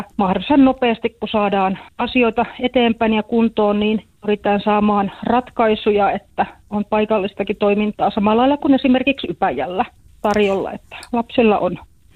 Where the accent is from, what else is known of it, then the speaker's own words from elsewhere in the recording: Jokioinen, Tavastia Proper, Finland; kyllä minä olen Jokioisilta